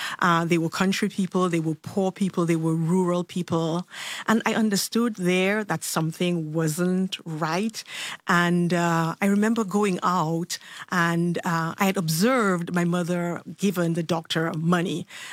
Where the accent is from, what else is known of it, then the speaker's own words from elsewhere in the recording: Dominica; You know, I grew up in Dominica. That's a Black coun